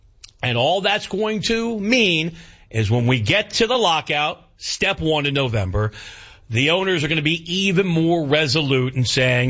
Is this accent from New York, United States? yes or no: yes; New York, United States; moved away; and I grew up in New York a long time ago, still working on getting all that enunciation out.